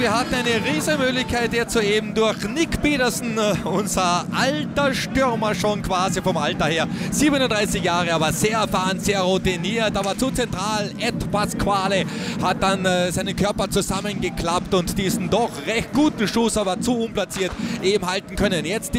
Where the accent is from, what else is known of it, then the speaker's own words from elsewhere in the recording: Austria; Jakob würde es bei uns in Österreich heißen.